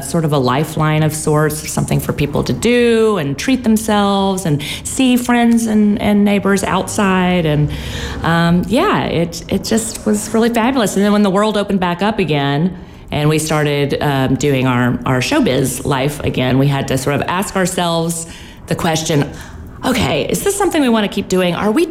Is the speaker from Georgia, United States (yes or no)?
no; Louisiana, United States; I grew up in Louisiana, grew up eating them.